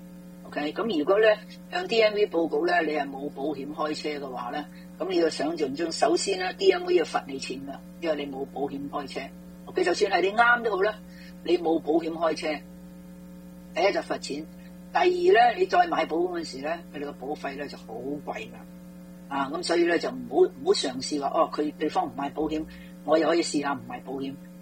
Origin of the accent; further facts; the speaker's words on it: China; 同埋呢，我发觉了很多、我们中国人呢就觉得、对方是对方错的，为什么我冤了他呢？